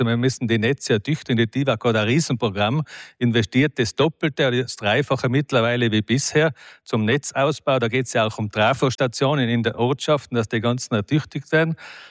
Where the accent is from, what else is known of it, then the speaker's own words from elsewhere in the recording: Tyrol, Austria; Ich komme aus dem Zillertal.